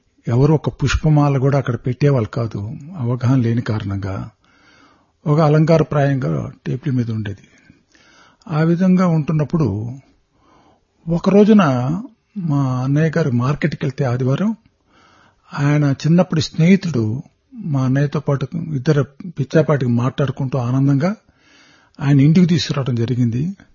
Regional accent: Devarampadu, Andhra Pradesh, India; సాయిరామ్, మాది ఒంగోలు దగ్గర దేవరంపాడైన కుగ్రామం.

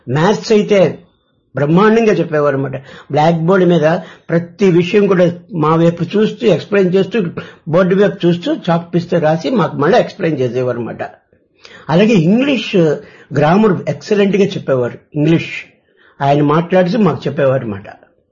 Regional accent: Anakapalli, Andhra Pradesh, India; also born or lived in Vizianagaram; నేను విజయనగరం నుంచి వచ్చాను, ఆర్టీసీలో పనిచేస్తూ రిటైర్ అయ్యాను. మాది నేటివ్ ప్లేస్ అనకాపల్లి.

